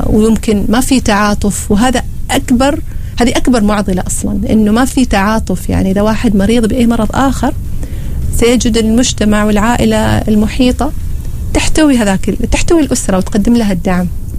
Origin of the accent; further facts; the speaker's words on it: Oman; إحنا هنا عندنا في عمان